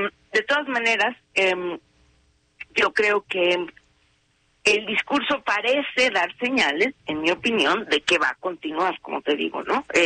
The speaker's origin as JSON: {"language": "Spanish", "country": "Mexico", "said": "como somos los mexicanos"}